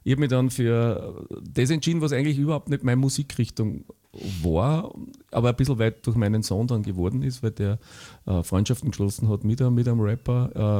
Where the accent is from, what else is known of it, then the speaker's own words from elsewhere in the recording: Linz, Upper Austria, Austria; als Linzer, der seit 62 Jahren in der Stadt lebt und eigentlich aufgewachsen ist